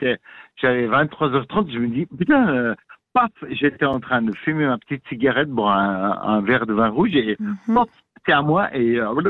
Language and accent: French; Switzerland; chez nous en Suisse.